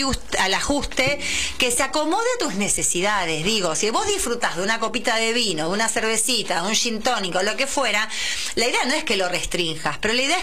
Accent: Argentina; por el acento, pero viva Argentina, somos de Argentina, sí, claramente.

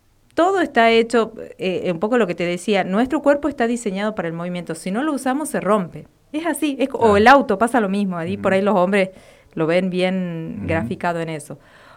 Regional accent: Tucumán, Argentina; moved away as an adult; now in Catamarca, Argentina; Yo hace poquito que estoy acá viviendo en Catamarca, soy de Tucumán.

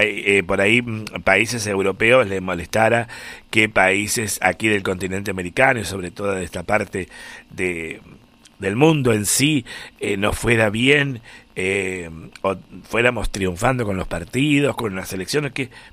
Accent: Argentina; como argentinos que somos y que queremos nuestro país, nuestra tierra, todo lo que comprende nuestra querida República Argentina

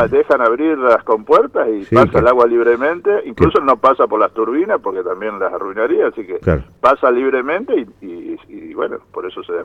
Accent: Concepción del Uruguay, Entre Ríos, Argentina; Yo, que soy de Concepción del Uruguay

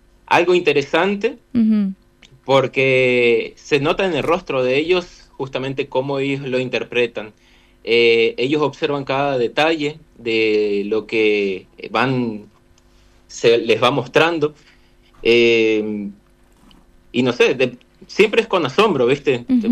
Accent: Oberá, Misiones, Argentina; yo soy de Oberá

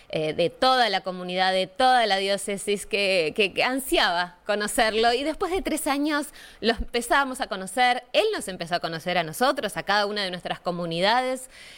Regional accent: Argentina; en lo que somos como los argentinos

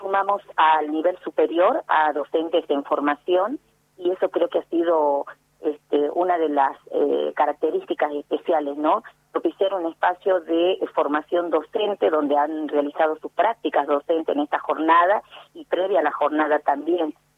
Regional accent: Salta, Argentina; yo soy desde hace 17 años docente indígena del pueblo Tastil. En especial, hablar de mi pueblo es para mí muy significativo, este reconocimiento como mujer indígena

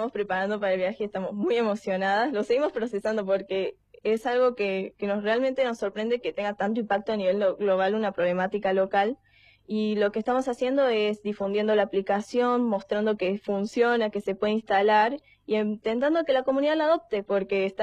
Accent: Villa Carlos Paz, Córdoba, Argentina; yo soy de acá de Carlos Paz

